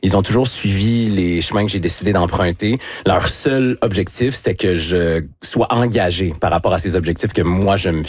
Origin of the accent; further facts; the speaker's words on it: Quebec City, Quebec, Canada; born there; Je suis né à Québec, à l'hôpital Saint-Sacrement. Mes deux parents étaient étudiants à l'Université Laval.